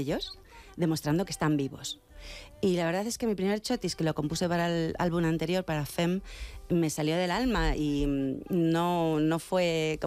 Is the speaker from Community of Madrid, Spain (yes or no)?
yes; Madrid, Community of Madrid, Spain; es la plaza donde yo compraba de pequeña en el mercadillo con mi madre.